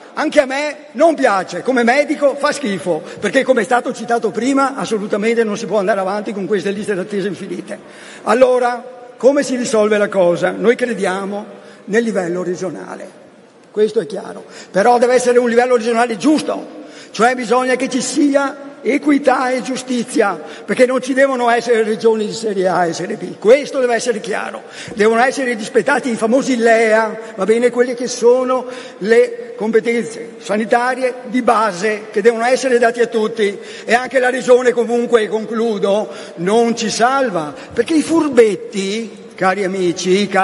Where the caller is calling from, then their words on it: Veneto, Italy; io vengo dal Veneto